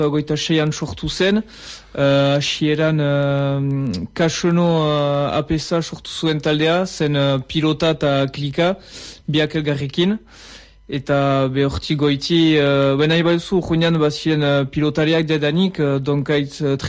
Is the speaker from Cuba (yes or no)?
no; Urrugne, Nouvelle-Aquitaine, France